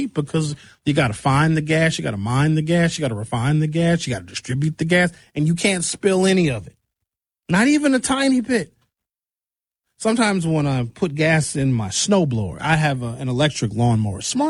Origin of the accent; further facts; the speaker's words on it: Racine, Wisconsin, United States; somebody will always remember, sure, when I'm from Racine, my grandparents are from Racine.